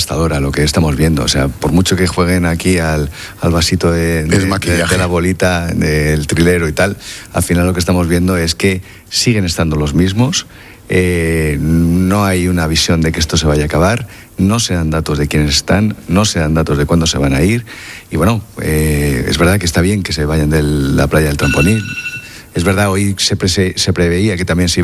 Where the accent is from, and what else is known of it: Community of Madrid, Spain; now in Ceuta, Spain